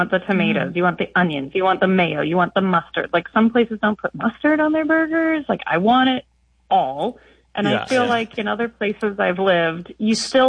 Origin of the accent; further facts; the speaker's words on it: Pacific Northwest, United States; now in Norfolk, United States; So I'm from the Pacific Northwest, and I've lived in several parts of the United States. And moved to Norfolk, which is in the mid-Atlantic, a few years ago.